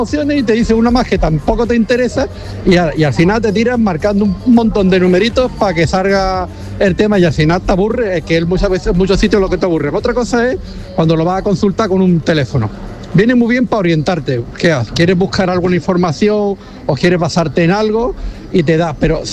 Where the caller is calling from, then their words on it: Málaga, Andalusia, Spain; de Málaga.